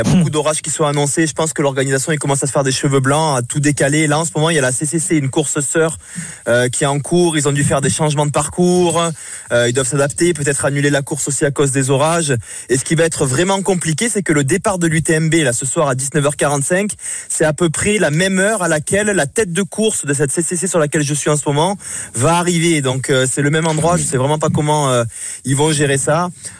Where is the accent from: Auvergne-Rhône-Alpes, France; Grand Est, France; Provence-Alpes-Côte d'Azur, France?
Provence-Alpes-Côte d'Azur, France; Cavaillon; born or raised there